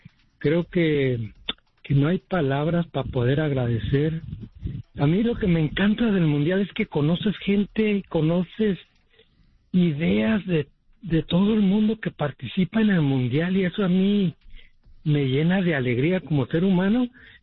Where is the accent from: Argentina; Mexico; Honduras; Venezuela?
Mexico; como mexicano se los digo